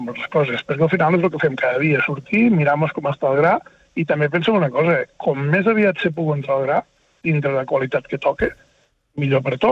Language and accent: Catalan; Catalonia, Spain; jo soc de l'Illa, el Pla d'Urgell